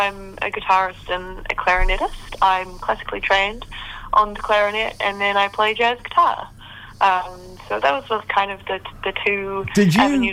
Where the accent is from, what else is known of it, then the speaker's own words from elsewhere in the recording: Auckland, New Zealand; also born or lived in Wellington; I'm from Auckland and based in Auckland.